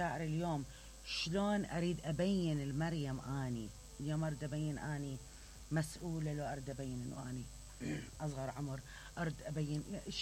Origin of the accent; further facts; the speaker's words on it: Iraq; أنا كعراقية وبراندي عراقي